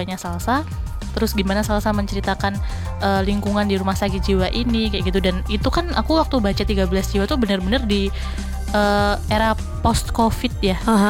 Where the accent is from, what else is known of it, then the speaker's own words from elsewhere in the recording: Magelang, Central Java, Indonesia; Jadi di rumahku, di tempat asal aku Magelang itu kan juga ada rumah sakit jiwa ya.